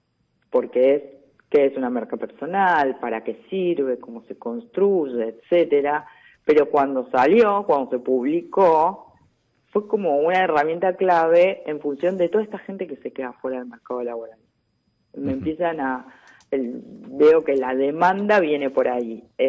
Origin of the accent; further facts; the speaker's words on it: Argentina; Nosotros como argentinos sabemos, los que somos más grandes, tenemos una larga historia de reconversiones en la vida.